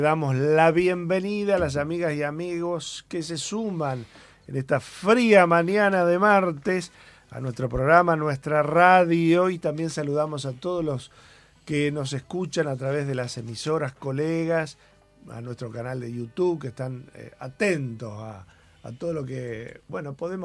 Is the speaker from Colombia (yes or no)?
no; Argentina; nosotros como argentinos